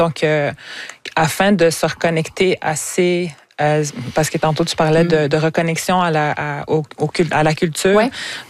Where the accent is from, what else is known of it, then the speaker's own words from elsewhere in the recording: Wemotaci, Quebec, Canada; chez nous, Wemontachi